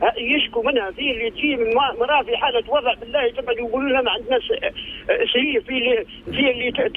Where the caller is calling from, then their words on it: Misrata, Misrata District, Libya; انا نكلم فيكم من مصراته، والله من مصراته،